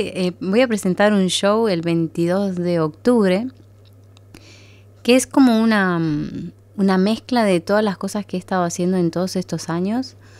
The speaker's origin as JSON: {"language": "Spanish", "town": "Comodoro Rivadavia", "region": "Chubut", "country": "Argentina", "also_born_or_lived": "Buenos Aires", "moved": "as an adult", "said": "yo empecé el tango tradicional ahí en Comodoro, de donde soy, en la Patagonia, y después de algunos meses me mudé a Buenos Aires"}